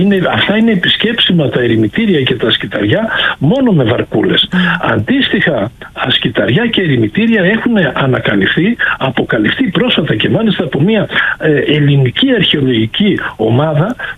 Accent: Platy, Western Macedonia, Greece; στην Πρέσπα, στο κέντρο των Πρεσπών, στο πλατή που είναι το χωριό μου

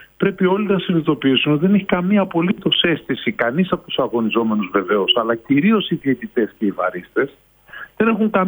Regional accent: Greece; ως Έλληνες θα θέλαμε πάρα πολύ να ζει και η ομάδα μας εδώ μέσα

